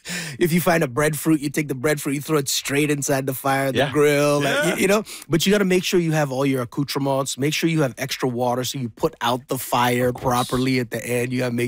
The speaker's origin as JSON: {"language": "English", "town": "Edmonton", "region": "Alberta", "country": "Canada", "tie": "born or raised there", "said": "I grew up in Edmonton."}